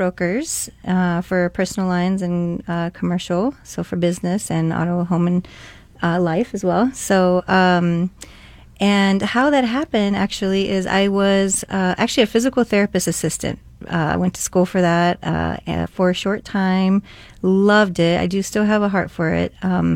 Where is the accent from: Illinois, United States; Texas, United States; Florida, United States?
Illinois, United States; Chicago; also born or lived in California; now in Arizona, United States; So I was born in California, and I grew up, though, in the city of Chicago, and been in Arizona since 2001.